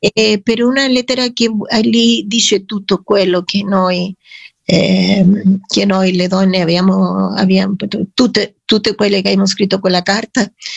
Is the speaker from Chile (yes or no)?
yes; Chile; Italian is a second language; moved away as an adult; also born or lived in Italy